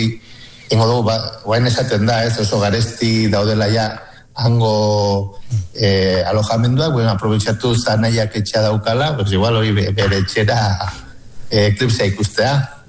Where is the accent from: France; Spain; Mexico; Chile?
Spain; Barañain, Navarre; moved away as an adult; Barainenen bizi dira nire gurasoak, eta ni txikitan ere anego nintzen urte asko, ba, pizkate estudiatzera atera nintzen arte